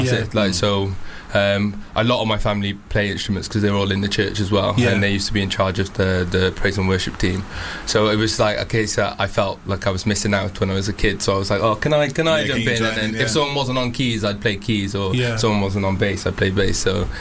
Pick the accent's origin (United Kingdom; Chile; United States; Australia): United Kingdom; Newport, Wales; moved away as an adult; now in London, United Kingdom; growing up in Newport has been insane. I think moving to London really opened my eyes.